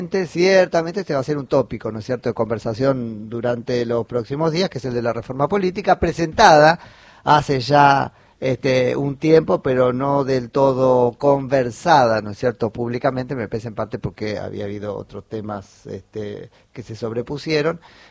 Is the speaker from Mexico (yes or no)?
no; Argentina